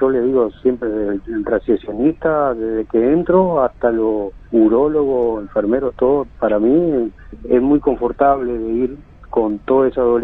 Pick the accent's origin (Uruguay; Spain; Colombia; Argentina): Uruguay; Carmelo, Colonia; Porque yo soy del interior, yo soy de Carmelo